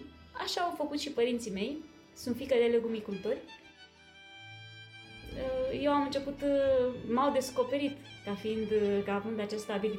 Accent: Bragadiru, Teleorman, Romania; born there; Eu am spus Zimcea pentru că este cel mai aproape oraș de satul meu.

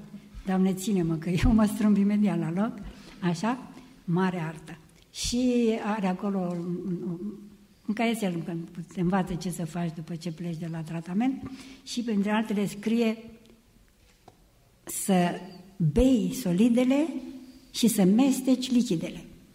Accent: Bărăgan Plain, Romania; Am crescut la țară, în Bărăgan, unde foamea era frecventă.

